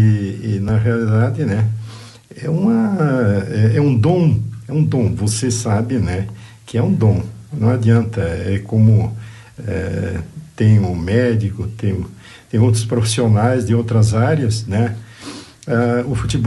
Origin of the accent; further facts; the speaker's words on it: Casca, Rio Grande do Sul, Brazil; born there; now in Pinhalzinho, Brazil; de Casca, lá da minha terra, né?